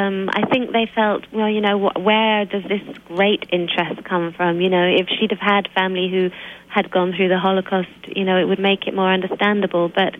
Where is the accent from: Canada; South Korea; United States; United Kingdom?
United Kingdom; Wakefield, Yorkshire and the Humber; I'm from the north of England, Wakefield. It's a town close to Leeds, big city.